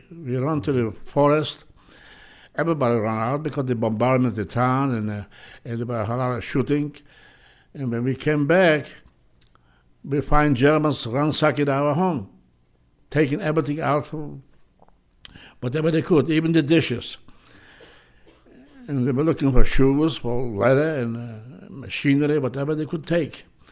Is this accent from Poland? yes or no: yes; Poland; now in my hometown, all the farmers came once a week and dealing with the Jewish people.